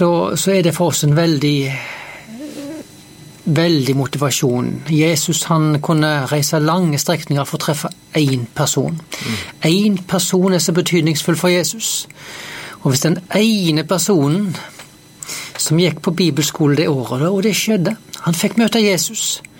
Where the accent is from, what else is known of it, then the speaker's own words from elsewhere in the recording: Haugesund, Rogaland, Norway; moved away as an adult; now in Nærbø, Norway; Så jeg fra Haugesund. Så der jeg vokste opp og gifta meg her med min jærbu og har fått 5 barn og 2 svigersønner.